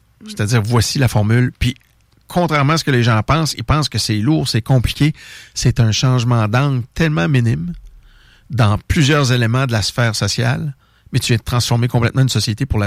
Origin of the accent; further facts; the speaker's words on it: Quebec, Canada; Je parle, I speak French-glish. Je suis québécois.